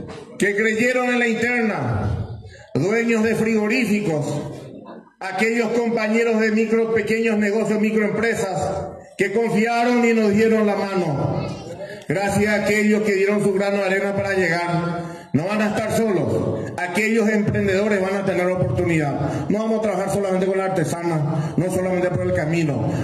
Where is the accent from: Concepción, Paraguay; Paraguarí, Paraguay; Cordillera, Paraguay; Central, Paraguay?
Paraguarí, Paraguay; Carapeguá; mi pueblo es exigente